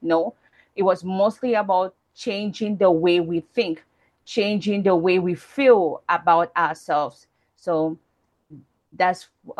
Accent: Cameroon; So I'm originally from Cameroon and already at the age of 15, I saw that a lot of people around me were just accepting the things that were happening to them.

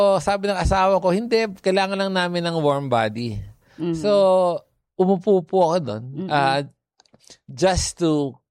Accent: San Pablo, Laguna, Philippines; Laking ano ko, Laguna. Tagalog ako, taga San Pablo, Laguna.

